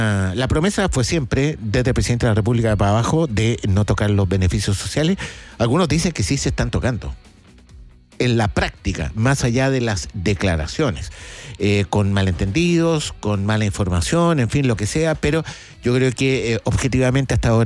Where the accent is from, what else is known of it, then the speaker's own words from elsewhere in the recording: Chile; ¿Somos racistas los chilenos, no?